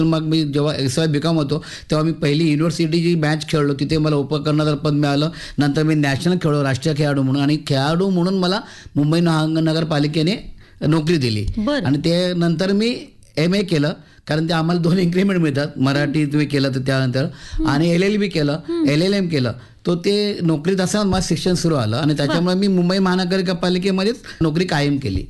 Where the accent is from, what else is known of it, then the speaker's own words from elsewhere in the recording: Mumbai, Maharashtra, India; मी ज्या भागात वाढलो, लालबाग परळ, मला माझ्या काकाने 5 वर्षात असताना मुंबईला आणलं आणि त्याने माझ्या आयुष्याला आकार दिला.